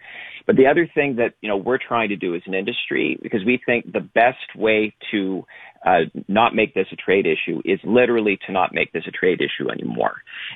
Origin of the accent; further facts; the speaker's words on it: Canada; And I'm sure we said no politely because we're Canadian.